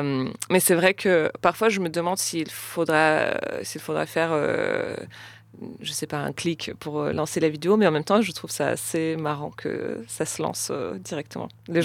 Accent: Russia; Parce que moi, j'ai grandi en Russie et en Russie, c'était énorme.

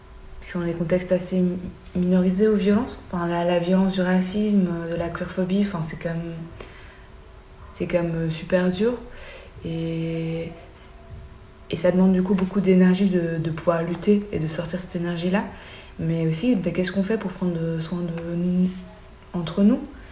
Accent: Belgium; comme je suis belge au Thaï, pour des personnes blanches, je m'en imagine, personne ne remettrait en question ma légitimité

